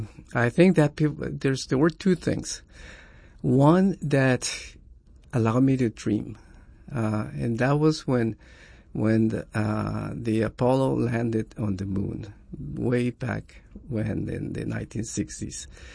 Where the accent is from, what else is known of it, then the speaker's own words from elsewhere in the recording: Ciudad Juárez, Chihuahua, Mexico; Well, that's, I grew up in Juarez, just like many kids from El Paso do, because it was cheaper to live there.